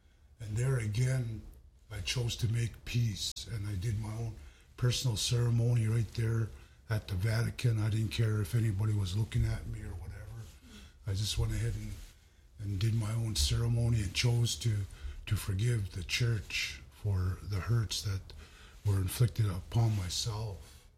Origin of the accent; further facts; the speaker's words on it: Samson, Alberta, Canada; I'm from Sampson here. Born and raised here and grew up here most of my life.